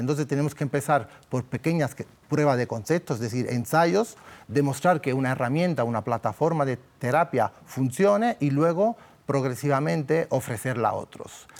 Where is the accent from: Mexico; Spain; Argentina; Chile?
Spain; En Europa somos solo 2 médicos españoles